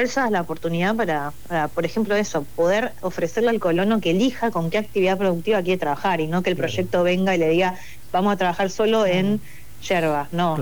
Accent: Buenos Aires, Argentina; accent: Buenos Aires; yo tengo acento de Buenos Aires, ¿no? Yo soy porteña.

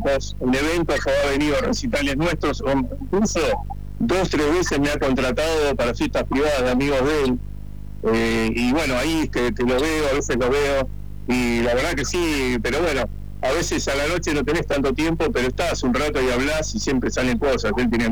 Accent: La Plata, Buenos Aires Province, Argentina; Yo siempre viví en La Plata, jamás me mudé. Soy acá, oriundo de La Plata, y siempre viví acá

